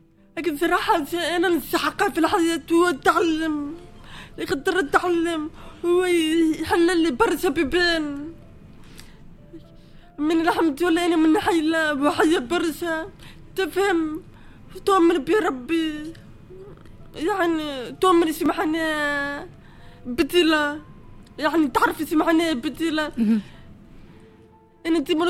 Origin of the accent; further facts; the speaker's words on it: Tunisia; first language Arabic; moved away as an adult; انا عشت حياتي كامله في تونس